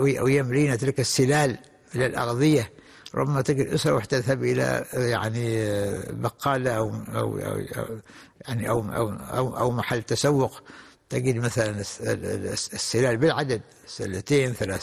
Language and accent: Arabic; Oman; إحنا عندنا في عمان أو في دول منطقة الخليج